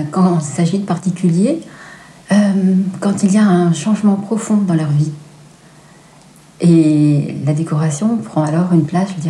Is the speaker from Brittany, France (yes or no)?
yes; Brest, Brittany, France; moved away as an adult; also born or lived in Paris; Donc après, ils sont partis sur Quimper, mais moi, je suis originaire de Brest.